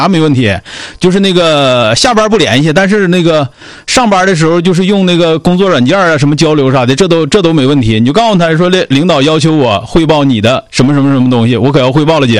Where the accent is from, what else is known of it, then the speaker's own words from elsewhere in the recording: Northeast China, China; 这是咱们东北人本身来说就是一个特点，就是走到哪儿就是哪儿的人，不用害怕啊。